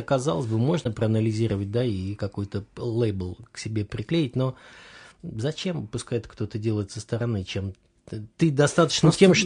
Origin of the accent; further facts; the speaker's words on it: Moscow, Russia; И вот каково мне просто, я-то как москвич такой уже закоренел